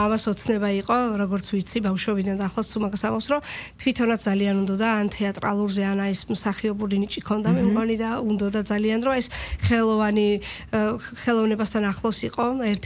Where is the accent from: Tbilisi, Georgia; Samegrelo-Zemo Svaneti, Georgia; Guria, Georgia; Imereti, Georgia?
Tbilisi, Georgia; born there; also born or lived in Abkhazia; შენ მაინც იცი რომ აფხაზეთიდან ვარ და ჩვენ ცხოვრობდით ცოტა ხანს აფხაზეთში. მე პირადად 5 წლამდე ცხოვრობდი